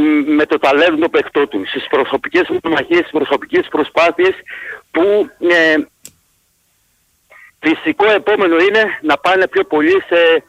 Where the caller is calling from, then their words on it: Stuttgart, Baden-Württemberg, Germany; Ένα τελευταίο από Στουγκάρδη.